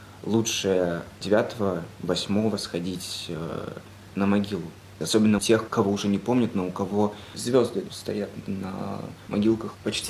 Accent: Lithuania

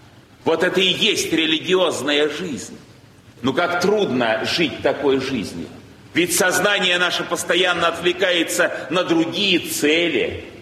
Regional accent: Saint Petersburg, Russia; Я родился здесь, в Петербурге, в благочестивой семье. Мой отец был священником. Жили мы очень стесненно материально в послевоенном Ленинграде, практически в одной комнате, в коммунальной квартире.

